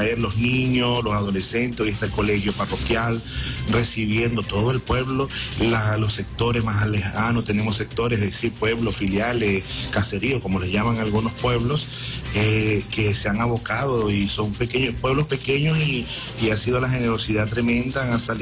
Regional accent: Venezuela; trabajo arduo que nos espera como venezolanos, cada quien dando su granito de arena en medio de las adversidades

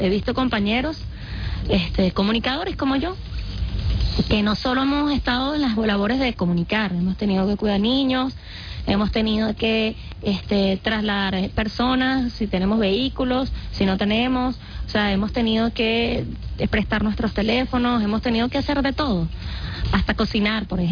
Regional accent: Venezuela; de lo que verdaderamente somos los venezolanos y las venezolanas, de nuestra identidad

